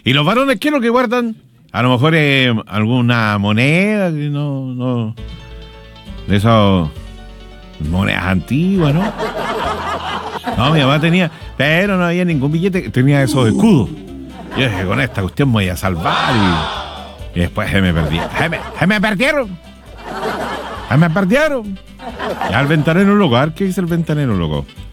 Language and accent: Spanish; Chile; Hasta que uno me dijo, ¿y vos sos chileno o sos argentino? Y yo soy chileno.